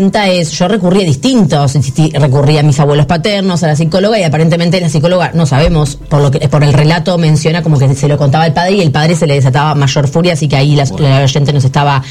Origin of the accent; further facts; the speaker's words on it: Rawson, Chubut, Argentina; Bueno, hola, venimos de Entre Ríos. Vamos a Rawson Chubut. Somos de allá.